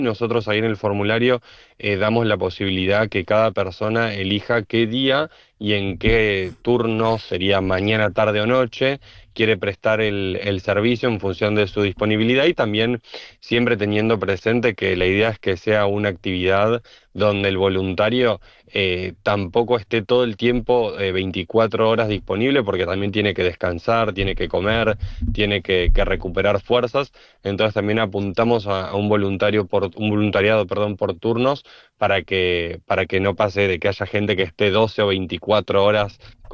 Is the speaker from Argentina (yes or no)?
yes; Mar del Plata, Buenos Aires Province, Argentina; en mi caso, que yo soy de Mar del Plata y quiero servir en Buenos Aires